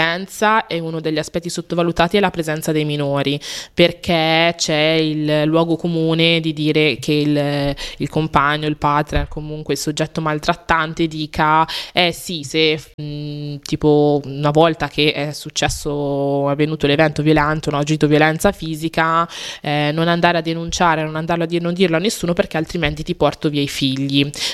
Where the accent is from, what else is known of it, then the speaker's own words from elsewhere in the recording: Cremona, Lombardy, Italy; born there; io sono nata a Cremona nel 1995